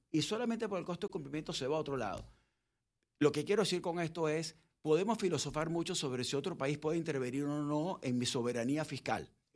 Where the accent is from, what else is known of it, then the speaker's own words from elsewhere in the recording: Venezuela; accent: Venezuelan; moved away as an adult; now in Panama; Yo soy abogado venezolano, por el acento ya saben.